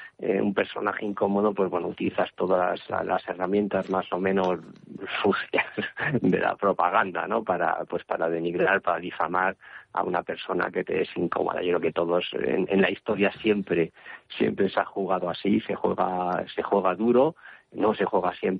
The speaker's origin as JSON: {"language": "Spanish", "country": "Spain"}